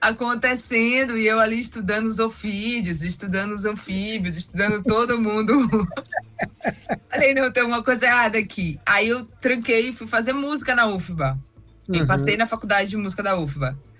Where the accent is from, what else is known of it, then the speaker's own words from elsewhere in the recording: Salvador, Bahia, Brazil; a primeira vez que eu saí de Salvador, assim, né, para trabalhar, foi com … Isso lá em 98, 99.